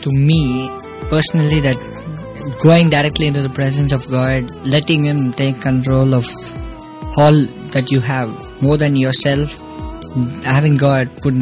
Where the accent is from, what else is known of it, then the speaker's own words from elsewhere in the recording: Chennai, Tamil Nadu, India; born there; I was born in Chennai in a small family which my family is basically a Roman Catholic background.